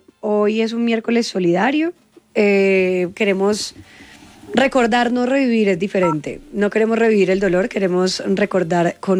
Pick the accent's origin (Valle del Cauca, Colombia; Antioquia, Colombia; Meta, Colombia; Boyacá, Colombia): Valle del Cauca, Colombia; Cali; Pues es que yo soy de Cali y yo hablo, yo tengo mi acento